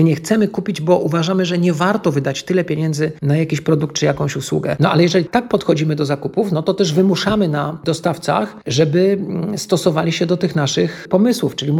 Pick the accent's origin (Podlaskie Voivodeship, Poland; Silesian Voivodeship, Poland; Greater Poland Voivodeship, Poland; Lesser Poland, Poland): Lesser Poland, Poland; Kraków; ja jestem z Krakowa.